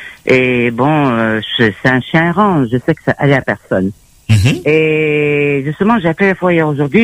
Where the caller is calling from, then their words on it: Saint-Louis, Réunion; La rivière Saint-Louis.